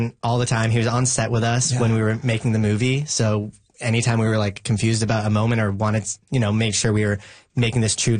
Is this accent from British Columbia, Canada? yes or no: yes; British Columbia, Canada; Yeah, I grew up on Vancouver Island